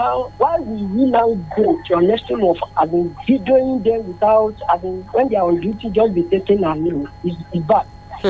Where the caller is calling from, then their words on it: Nigeria; we in Nigeria